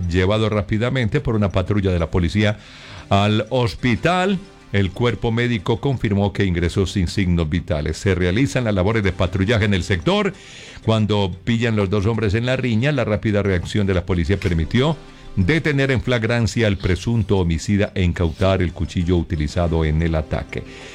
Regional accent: Concordia, Antioquia, Colombia; Concordia, mi tierrita

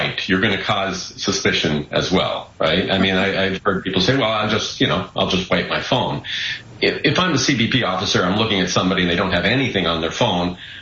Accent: Canada; we as Canadians don't have really any rights when we're trying to go into the United States. We're Canadian citizens.

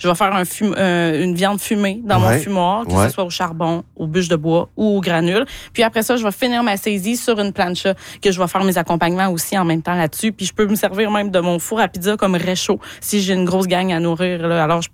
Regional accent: Quebec, Canada; now in Sainte-Croix, Canada; T'sais, moi, j'ai cuisiné de la viande sauvage toute ma vie, vu que je viens de l'Abitibi, en fait.

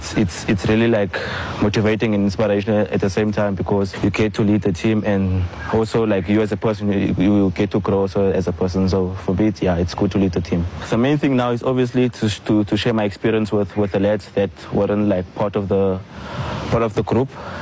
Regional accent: Cape Town, Western Cape, South Africa; born there

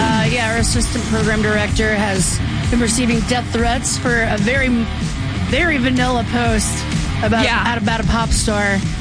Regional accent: Baltimore, Maryland, United States; because I grew up in Baltimore and I feel like this is a common thread.

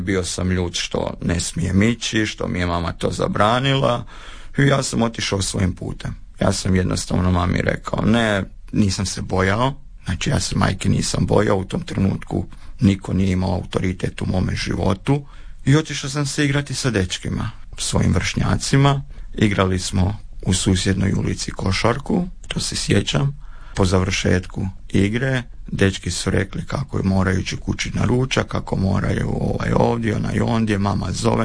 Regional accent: Osijek-Baranja County, Croatia; now in Zagreb, Croatia; dolazim iz Slavonije, iz jednog malog, lijepog, pitomog mjesta, iz Trizivojne, nadomak Đakova. Rođen sam 14.2.1988. godine, dakle na Svetoga Valentina.

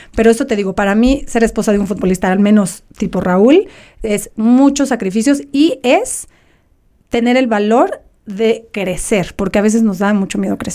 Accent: Mexico; now in England, United Kingdom

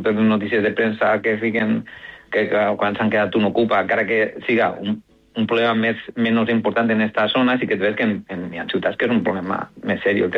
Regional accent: Olleria, Valencian Community, Spain; jo soc d'Olleria

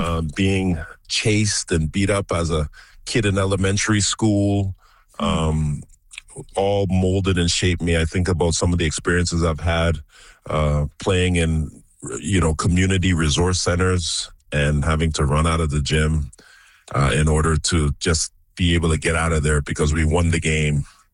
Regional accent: Toronto, Ontario, Canada; And, you know, growing up in Toronto at that time, learning the game of basketball, there wasn't a lot of resources.

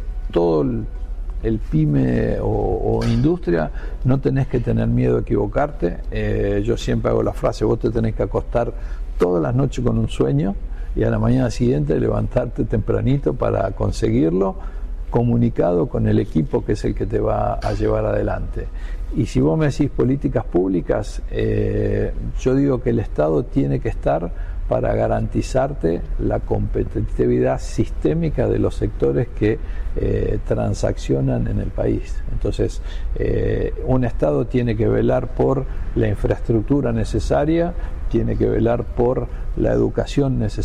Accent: Argentina; yo soy totalmente optimista de la Argentina y de los argentinos

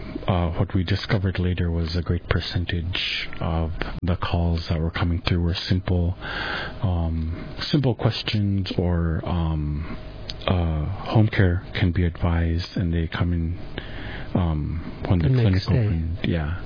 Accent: Kotlik, Alaska, United States; I'm originally from Kotlik. I was raised by my grandparents … from Kotlik.

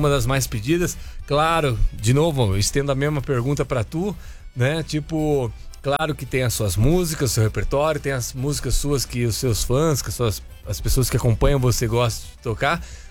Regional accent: Araras, São Paulo, Brazil; Ele é do depósito de bebidas Bolis, lá da minha cidade de Araras, no interior de São Paulo.

